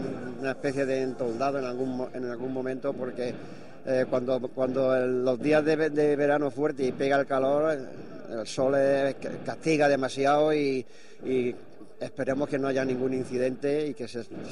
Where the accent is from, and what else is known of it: Villena, Valencian Community, Spain